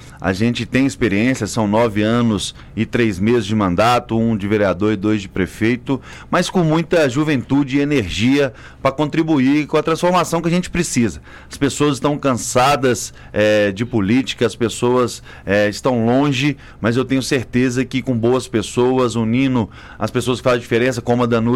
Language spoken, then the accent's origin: Portuguese; Curvelo, Minas Gerais, Brazil; tenho 37 anos, sou de Curvelo, cidade vizinha